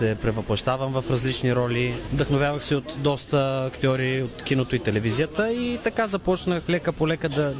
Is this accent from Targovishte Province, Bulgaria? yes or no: yes; Targovishte, Targovishte Province, Bulgaria; moved away as an adult; also born or lived in Sofia; now in Burgas, Bulgaria; в моя роден град Търговище